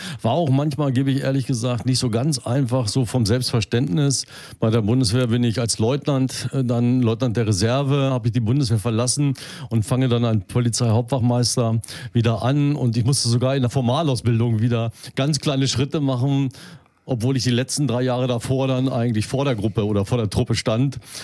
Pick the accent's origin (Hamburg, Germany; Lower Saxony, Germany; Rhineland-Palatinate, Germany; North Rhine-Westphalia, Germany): Lower Saxony, Germany; Vechelde; also born or lived in Braunschweig; Im Jahr 1961 ist das gewesen, also schon einige Jahre her. Bin aufgewachsen in Denzdorf, also ich glaube, die Braunschweiger kennen das, in der Gemeinde Vechelde liegt das. Dort auch meine Jugend verbracht, eigentlich wirklich in dörflicher Umgebung, behütet aufgewachsen.